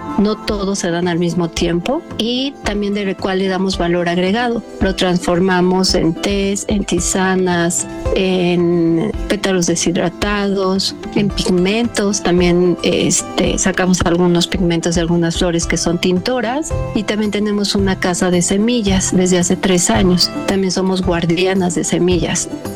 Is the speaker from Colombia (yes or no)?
no; Mexico